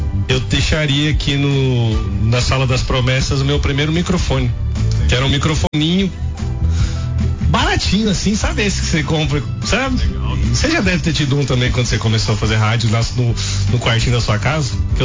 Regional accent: São Paulo, Brazil; now in Aparecida, Brazil; Eu sou de São Paulo, né?

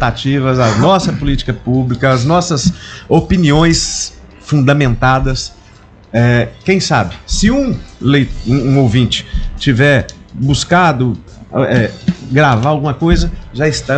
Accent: Santana do Paraíso, Minas Gerais, Brazil; E olha que eu venho de Santana do Paraíso.

